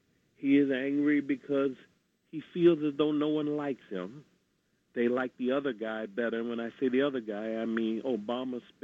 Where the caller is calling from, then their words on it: Queens, New York, United States; calling out of Queens, New York.